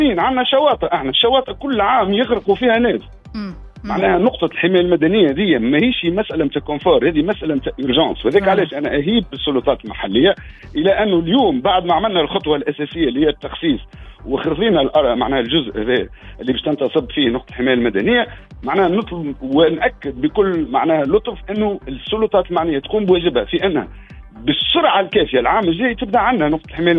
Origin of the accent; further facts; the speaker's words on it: Bizerte Governorate, Tunisia; وعنا سيدي على المكي هذه اللي تو صار فيها الحريق